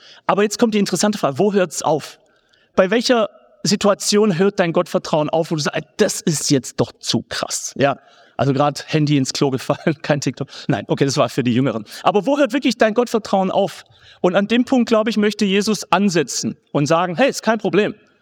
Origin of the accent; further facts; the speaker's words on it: Swabia, Germany; ich bin selber Schwabe.